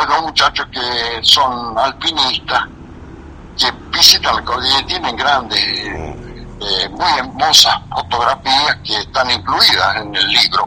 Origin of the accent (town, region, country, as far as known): Vinchina, La Rioja, Argentina